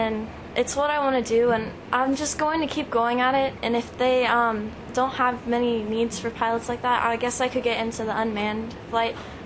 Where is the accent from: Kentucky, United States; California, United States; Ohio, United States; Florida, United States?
Ohio, United States; Columbus; I'm from Columbus, Ohio. I've lived there pretty much all of my life, so it's a big experience to step out of Ohio and get involved.